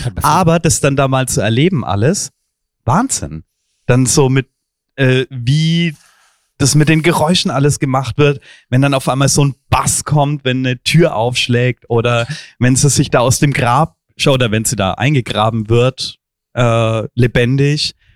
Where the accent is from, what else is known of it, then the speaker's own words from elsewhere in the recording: Fürth, Bavaria, Germany; Ja, gebürtig aus Fürth.